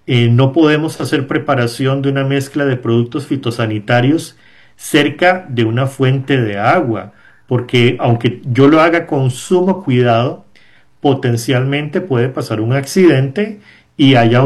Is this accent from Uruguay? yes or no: no; Costa Rica; Y nosotros como costarricenses debemos de sentirnos orgullosos de tener este gran país